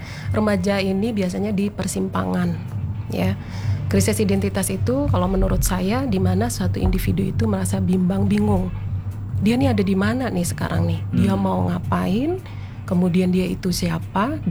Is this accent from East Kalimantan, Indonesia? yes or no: no; Pontianak, West Kalimantan, Indonesia; moved away; also born or lived in Yogyakarta; Ibu, saya Jawa, Bang, kebetulan. Ayah saya Chinese, Singkawang ya. Jadi sekolah di Jogja cukup lama, 2002 saya pulang ke Pontianak.